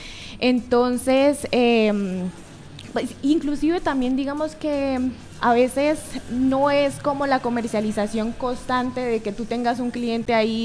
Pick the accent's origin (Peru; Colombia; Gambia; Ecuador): Colombia; Popayán, Cauca; Yo soy de acá de Popayán. Nuestras familias siempre han sido productoras de café